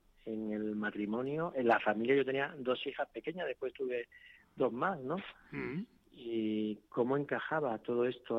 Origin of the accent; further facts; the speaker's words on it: Cádiz, Andalusia, Spain; also born or lived in Madrid / Melilla; Yo me crié en Cádiz, acabamos en Madrid. Después yo seguí el camino militar y por eso acabé de nuevo en Melilla